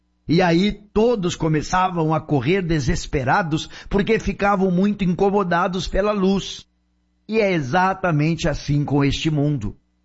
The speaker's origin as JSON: {"language": "Portuguese", "country": "Canada", "tie": "born or raised there", "said": "Na fazenda em que fui criado, lá no Canadá"}